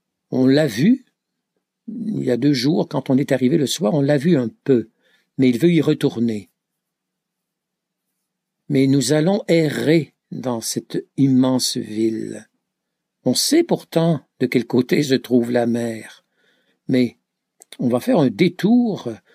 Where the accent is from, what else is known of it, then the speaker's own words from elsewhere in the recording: Quebec, Canada; Moi je viens, en tout cas, du Québec.